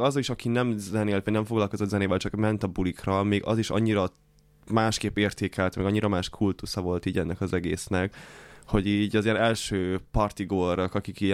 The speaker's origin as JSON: {"language": "Hungarian", "region": "Transylvania", "country": "Romania", "moved": "yes", "said": "én Erdélyből származok"}